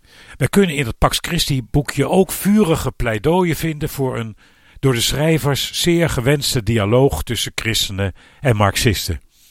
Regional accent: Netherlands

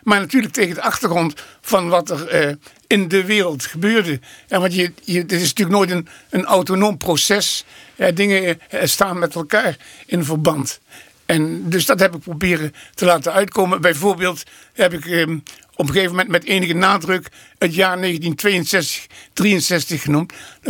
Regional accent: Venlo, Limburg, Netherlands; En dus in het stadje Venlo, waar ik geboren ben en getogen ben. Ja, en daar heb ik dus ook, zeg maar, de jaren 60 beleefd.

